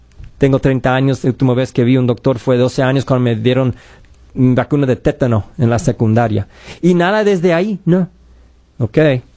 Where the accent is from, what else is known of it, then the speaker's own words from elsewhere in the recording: Idaho, United States; moved away; yo nací en Idaho, yo me crecí en Idaho, yo sé ese estado muy bien, tengo familia allá.